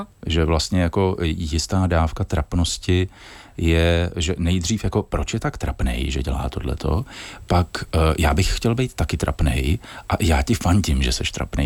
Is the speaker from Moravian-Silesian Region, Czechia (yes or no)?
no; Prague, Czechia; v mé rodilé Praze, protože já jsem vlastně z Vršovic od Edenu